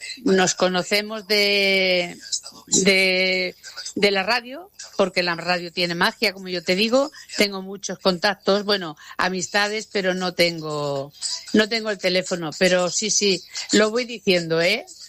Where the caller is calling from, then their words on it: Sabadell, Catalonia, Spain; de Sabadell.